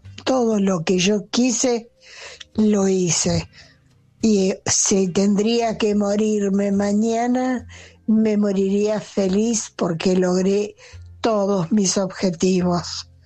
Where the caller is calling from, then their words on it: Pilar, Buenos Aires Province, Argentina; de Pilar.